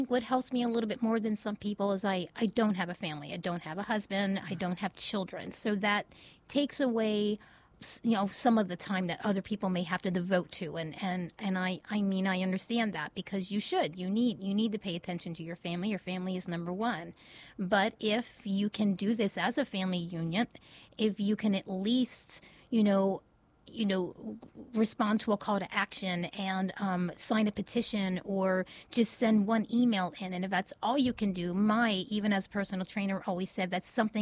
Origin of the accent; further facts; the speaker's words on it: Baltimore, Maryland, United States; This probably shows my age a little bit, but I grew up in Baltimore City